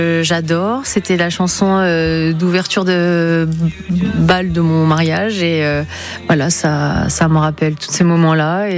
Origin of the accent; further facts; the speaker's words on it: Grand-Quevilly, Normandy, France; En Normandie, j'ai grandi à Grand-Quevilly, donc j'ai fait toute ma scolarité de la maternelle jusqu'au lycée à Grand-Quevilly, et puis après Mont-Saint-Aignan pour la fac.